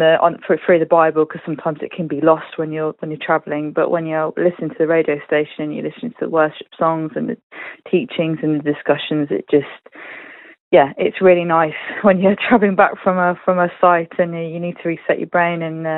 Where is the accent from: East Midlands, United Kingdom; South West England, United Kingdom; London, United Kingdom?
East Midlands, United Kingdom; Wellingborough; I'm from Wellingborough in Northamptonshire.